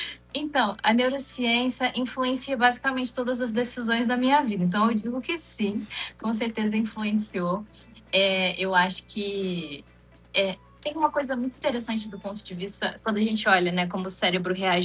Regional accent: Brazil

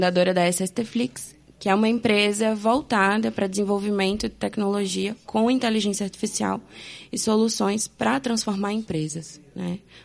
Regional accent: Aracaju, Sergipe, Brazil; moved away as an adult; also born or lived in São Paulo; E o primeiro estado que eu fui morar, quando eu saí de Aracaju, foi em São Paulo.

